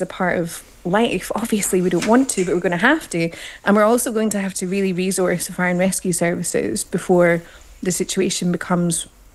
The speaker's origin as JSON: {"language": "English", "country": "Australia", "tie": "born or raised there", "moved": "yes", "said": "I grew up in Australia and had family in the Blue Mountains and spent a lot of time in the Blue Mountains"}